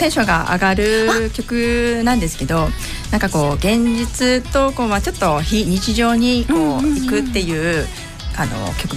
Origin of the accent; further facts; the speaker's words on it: Tsurugi, Tokushima, Japan; 私はこの県西部の、剣町というところから。